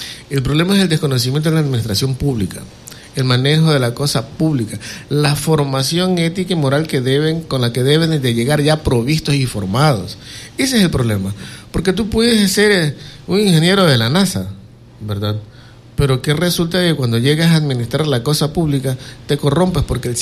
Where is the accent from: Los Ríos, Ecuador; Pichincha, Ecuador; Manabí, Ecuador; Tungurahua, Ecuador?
Los Ríos, Ecuador; Quevedo; Nosotros que nacimos, hemos crecido aquí en Quevedo y nos hemos desarrollado profesionalmente aquí en Quevedo